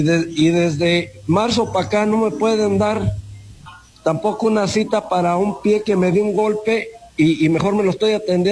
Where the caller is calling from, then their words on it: Rincón de Romos, Aguascalientes, Mexico; Yo soy de acá, de Rincón de Romos.